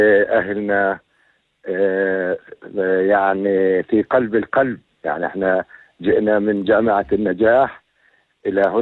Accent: Palestine; الحركة المسرحية عندنا في فلسطين

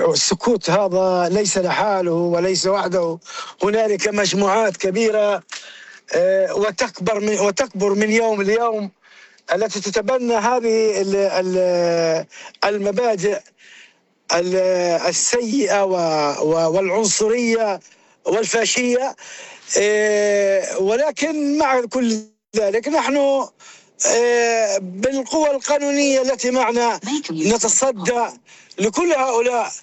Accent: Rahat, Southern District, Israel; وطردنا من بلدتنا

